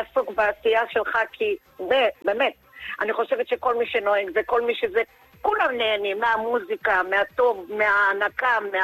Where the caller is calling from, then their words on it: Petah Tikva, Central District, Israel; מפתח תקווה, אמא לילד בוגר